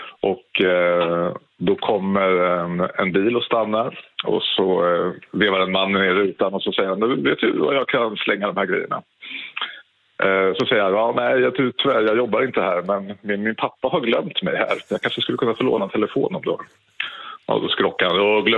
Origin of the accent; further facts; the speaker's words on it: Täby, Stockholm County, Sweden; Jo, men det här utspelade sig när jag var 18 år, 1998, och bodde i Täby där jag växte upp.